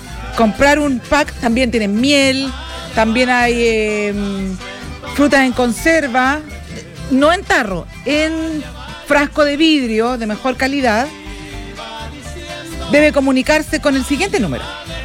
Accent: Chile; Somos chilenos

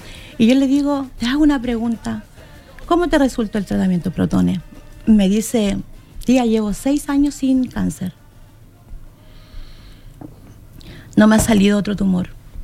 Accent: Chile

